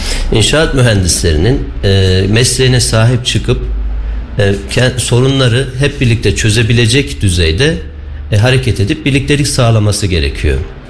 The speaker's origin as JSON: {"language": "Turkish", "region": "Kayseri", "country": "Turkey", "tie": "born there", "also_born_or_lived": "Kırıkkale", "said": "1975 Kırıkkale doğumluyum ama 40 senedir Kayseri'deyim. Kayseri'de yaşıyorum."}